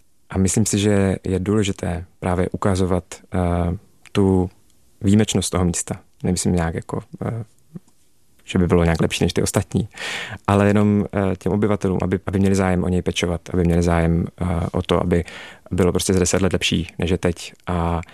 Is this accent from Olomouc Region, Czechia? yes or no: no; Zlín, Zlín Region, Czechia; v tom, že jsem prostě ze Zlína, že mám vazbu na to místo a vím, na co můžu být hrdý.